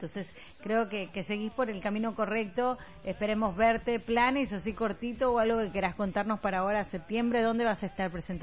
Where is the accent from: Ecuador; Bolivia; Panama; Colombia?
Bolivia; esa diversidad es lo que nos hace fuerte a los bolivianos.